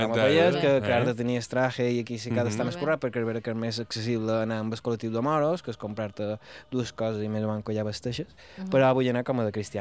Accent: Santa Eugènia, Balearic Islands, Spain

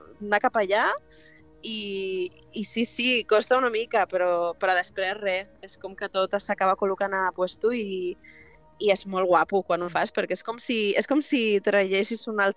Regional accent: Ibiza, Balearic Islands, Spain; jo soc eivissenca, però no tenia família d'allà

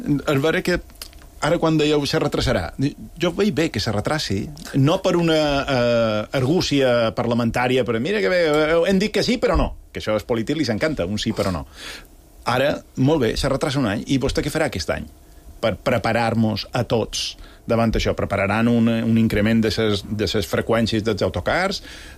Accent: Balearic Islands, Spain; nosaltres, com a mallorquins, és que som un poc bosses, perquè sempre hem anat en cotxe per tot.

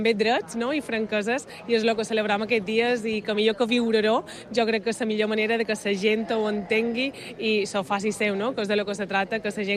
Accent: Balearic Islands, Spain; Perquè forma part de la història de Mallorca, de saber qui som i com a mallorquins

